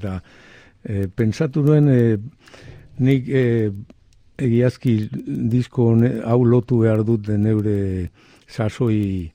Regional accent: Oñati, Basque Country, Spain; accent: Biscayan; first language Basque (Biscayan dialect)

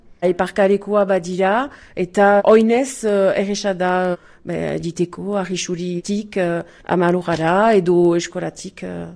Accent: Nouvelle-Aquitaine, France; Beti danik egon niz hemen. Luxon, nire herria da, aurra da.

